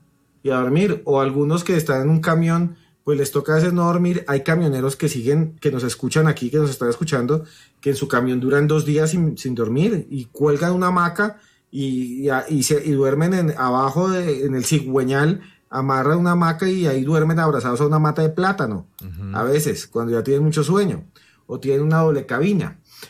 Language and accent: Spanish; Charalá, Santander, Colombia; en Charalá, Santander, pueblo de donde soy originaria, mi familia